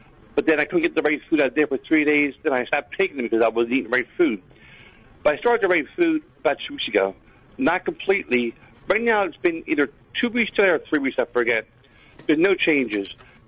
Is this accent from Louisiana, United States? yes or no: no; Philadelphia, Pennsylvania, United States; I'm from Philly.